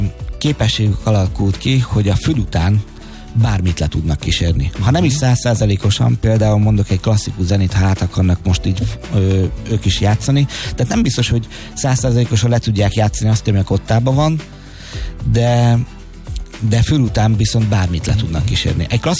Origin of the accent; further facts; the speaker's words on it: Budapest, Hungary; born there; először az Újpesti Zeneiskolában, aztán voltam a 13. kerületi zeneiskolában.